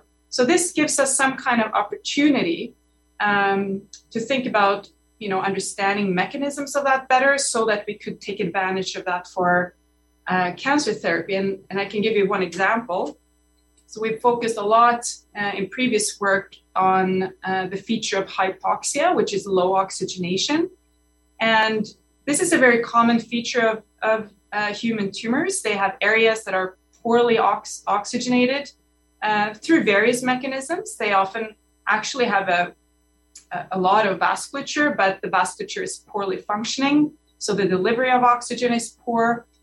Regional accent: Norway; moved away as an adult; I'm Norwegian. I grew up in Norway, and I did my undergraduate there and most of my graduate studies there.

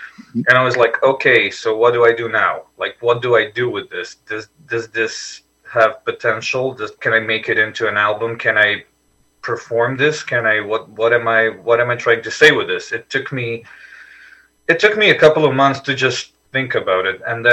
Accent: Croatia; English is a second language

